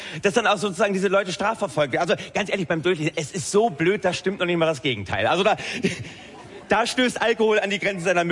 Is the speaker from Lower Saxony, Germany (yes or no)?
yes; Lower Saxony, Germany; Nein, ich komme ja aus Niedersachsen. Ne? Hinter jeder Idylle lauert die Gülle. Du, ja. Meine Heimat Oldenburger Land, da wo Mensch und Tier enger zusammenleben, als es von der Natur vorgesehen war.